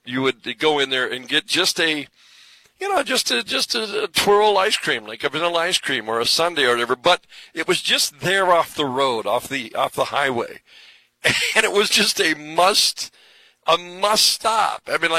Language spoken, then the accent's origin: English; Williston, North Dakota, United States; growing up in Williston, you know, in Western North Dakota